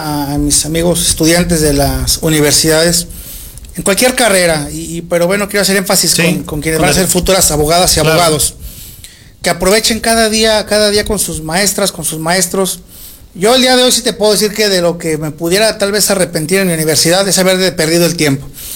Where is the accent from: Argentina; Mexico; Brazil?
Mexico; San Luis Potosí; now in Rioverde, Mexico; yo soy potosino, yo soy de la capital.